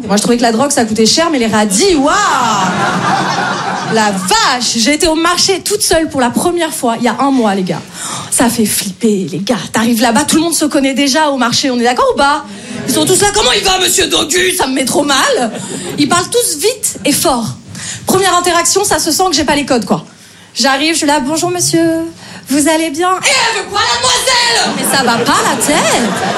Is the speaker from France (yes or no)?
yes; Paris, Île-de-France, France